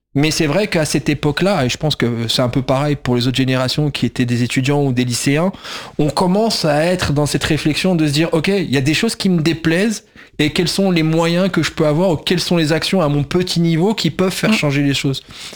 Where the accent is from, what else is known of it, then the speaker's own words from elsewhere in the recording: Bourgogne-Franche-Comté, France; Je suis jurassien.